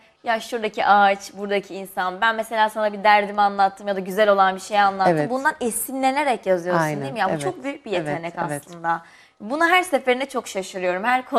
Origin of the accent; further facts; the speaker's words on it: Istanbul, Turkey; Evet, Arnavut göçmeniyim. Tamam. Doğma büyüme buralıyım tabii ki. Hı-hı. İstanbulluyum ama ailem de oralı yani.